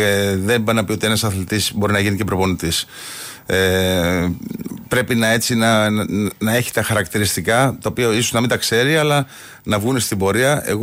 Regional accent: Volos, Thessaly, Greece; moved away as an adult; now in Athens, Greece; Όπως εγώ γεννήθηκα στο Βόλο, μεγάλωσα στο Βόλο μέχρι την τελευταία τάξη του Λυκείου.

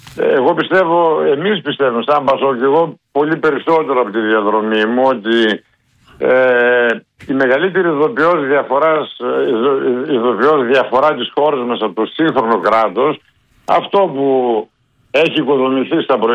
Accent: Macedonia, Greece; Η Χαλκιδική την ξέρω λίγο καλύτερα από εκείνον, ως Μακεδόνας.

